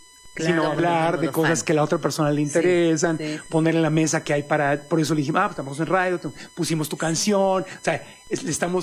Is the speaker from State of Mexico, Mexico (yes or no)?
no; Ciudad Obregón, Sonora, Mexico; moved away; realidad compartida, yo crecí en Sonora, en Obregón